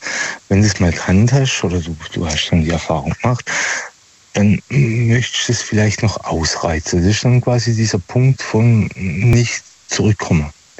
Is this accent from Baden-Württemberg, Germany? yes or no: yes; Pforzheim, Baden-Württemberg, Germany; Ja, da, von Pforzheimer Gegend.